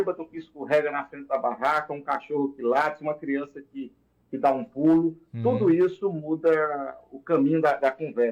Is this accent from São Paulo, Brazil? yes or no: no; Pernambuco, Brazil; Eu nasci em Quiuma, entre Teuma e Carpina